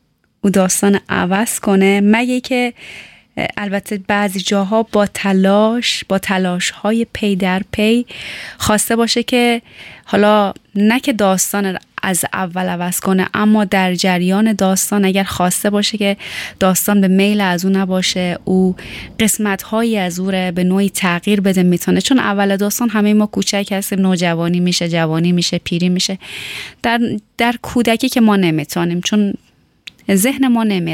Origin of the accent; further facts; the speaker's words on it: Tehran, Tehran Province, Iran; moved away; همیشه گفتم متولد ایران هستم، خود در کوچه پس کوچه های تهران میدیدم